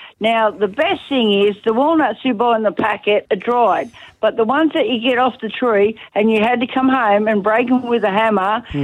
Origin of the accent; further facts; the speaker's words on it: Emu Plains, New South Wales, Australia; I grew up in Emu Plains and we had a park down the road and we built a cubby house in one of the trees.